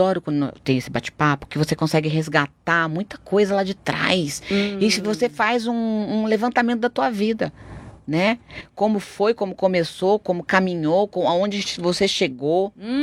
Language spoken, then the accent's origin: Portuguese; Ilhabela, São Paulo, Brazil; born there; Eu nasci em Ilhabela. Como que eu consegui tudo isso?